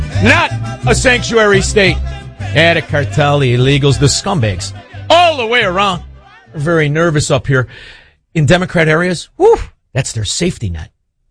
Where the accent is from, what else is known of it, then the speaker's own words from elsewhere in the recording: Melrose Park, Illinois, United States; I'm from Melrose Park.